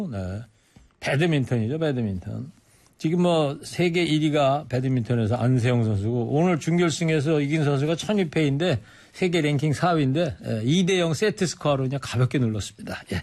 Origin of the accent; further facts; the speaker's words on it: Anseong, Gyeonggi Province, South Korea; 저는 뭐 저쪽 더 동쪽으로 삼죽 쪽이고.